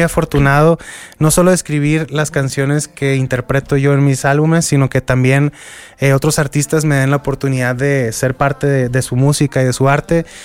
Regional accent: Culiacán, Sinaloa, Mexico; born there; Mi tatarabuelo, yo creo que era alemán, es … Yo soy mexicano, okay. Nací en Culiacán, pero te digo, crecí también rodeado del regional mexicano.

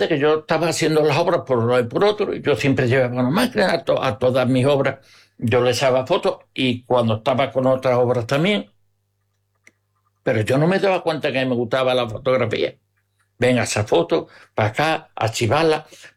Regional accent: Palma del Río, Andalusia, Spain; Palma para mí es lo más grande. Después de mi pago de huerta, mi Palma de Río. Eso es que ¿Por qué? Porque en que yo nací aquí

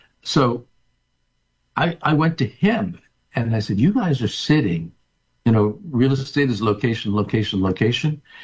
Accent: Quebec, Canada; also born or lived in Plattsburgh, United States

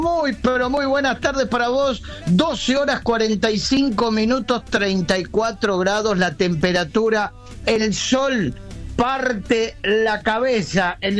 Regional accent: Ceres, Santa Fe, Argentina; born there; yo soy nacido en Ceres, provincia de Santa Fe, límite con Santiago del Estero.

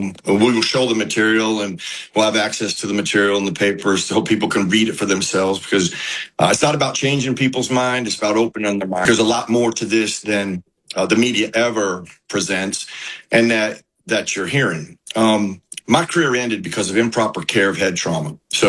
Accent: Pittsburgh, Pennsylvania, United States; Because I come from Pittsburgh, where we were doing cognitive testing before the season

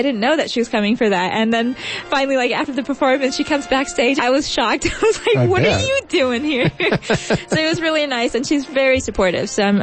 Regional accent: United States; being an Indian American. I grew up a lot on Bollywood music

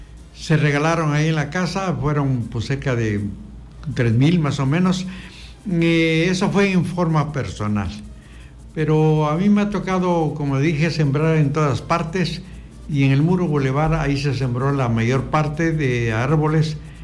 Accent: Mexico; Nosotros como mexicanos

